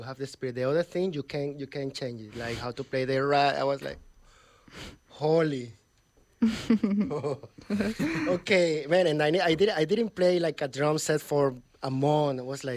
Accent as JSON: {"language": "English", "country": "Venezuela", "second_language": "English", "moved": "as an adult", "lives_now": "New York, United States", "said": "I'm from Venezuela"}